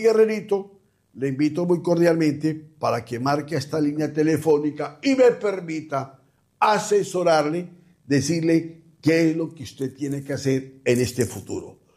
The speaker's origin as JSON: {"language": "Spanish", "country": "Mexico", "said": "no hace mucho llegó usted de mi tierra, de México."}